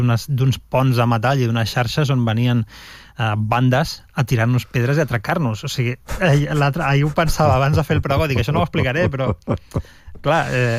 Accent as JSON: {"language": "Catalan", "town": "L'Hospitalet de Llobregat", "region": "Catalonia", "country": "Spain", "tie": "born or raised there", "also_born_or_lived": "Barcelona", "said": "vaig anar a viure a l'Hospitalet, que és on vaig créixer. I amb la identitat dividida, perquè jo dormia a l'Hospitalet"}